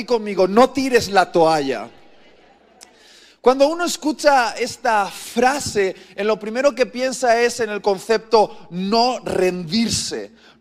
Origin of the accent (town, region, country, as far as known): Spain